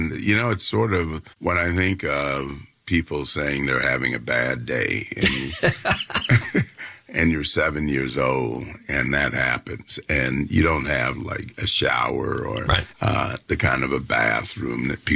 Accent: Savannah, Georgia, United States; Well, I was born in Pinpoint, but most of my growing up, I've been fortunate.

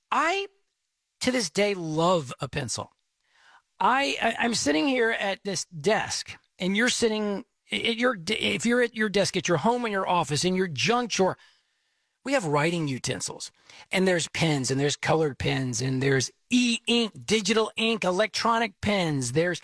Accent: Texas, United States; I am from Texas. I am based in Texas. I am heard worldwide, but I am very proud of the great state of Texas.

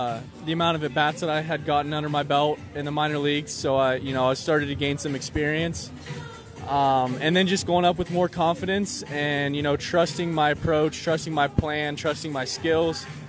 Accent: Marietta, Ohio, United States; So, yeah, I grew up a Marietta College fan.

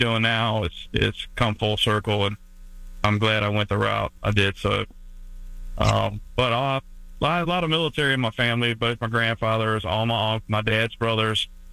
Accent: Virginia, United States; A lot of friends, a lot of relatives, especially growing up in the Tidewater, Virginia area, you know, with all our, you know, we have Norfolk Naval Base so many bases around and Army bases, but a lot of military presence where I'm from.

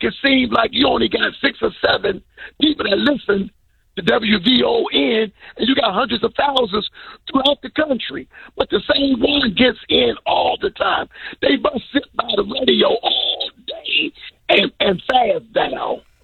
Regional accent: Washington, District of Columbia, United States; I work on Capitol Hill. I live on Capitol Hill. Born and raised in the District of Columbia.

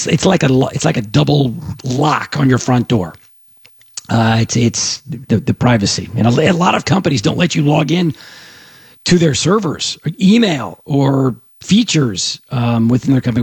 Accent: Dallas, Texas, United States; And Dallas, Fort Worth, my hometown. Talk Radio 1190.

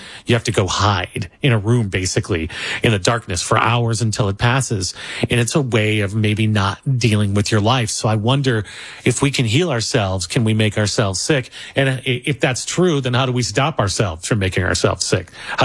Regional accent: St. Louis, Missouri, United States; born or raised there

